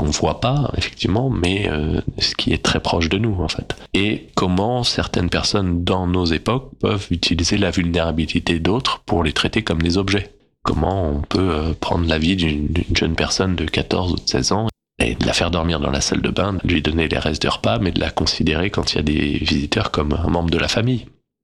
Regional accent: Île-de-France, France; l'île de France, là où j'ai grandi, et donc autour de Paris, ou des endroits que je connais bien.

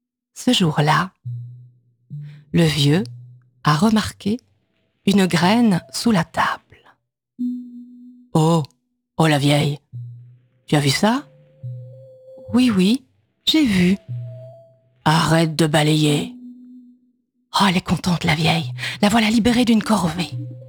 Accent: Namur, Wallonia, Belgium; oui, donc je viens de Namur.

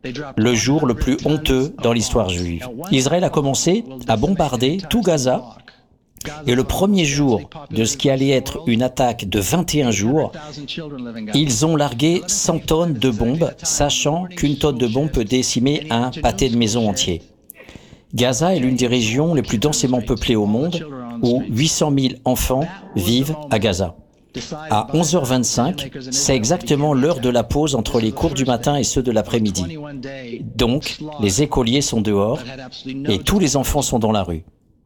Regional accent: France; je suis français

